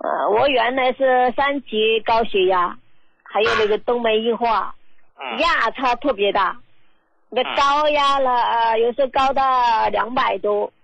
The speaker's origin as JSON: {"language": "Chinese", "town": "Xuzhou", "region": "Jiangsu", "country": "China", "said": "我呢是来自江苏徐州的，哎，"}